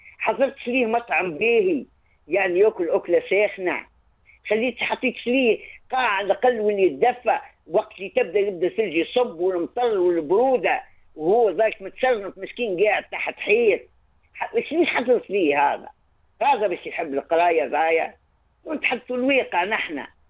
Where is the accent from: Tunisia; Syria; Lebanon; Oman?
Tunisia